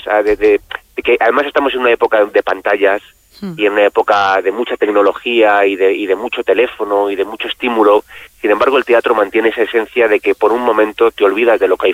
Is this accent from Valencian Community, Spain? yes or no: yes; Valencia, Valencian Community, Spain; era Valencia, era una parada obligatoria, es uh-huh. mi tierra